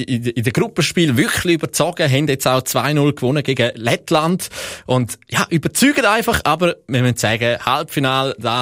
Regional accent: Switzerland; für uns als Schweizer

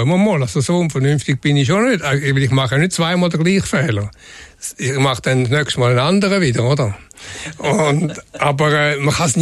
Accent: Switzerland; Aber natürlich an sich als Schweizer ist es nicht gerade naheliegend, das stimmt natürlich auch.

